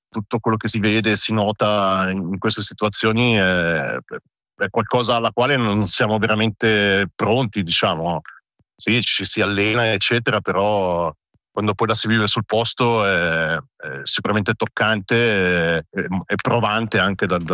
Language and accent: Italian; Ticino, Switzerland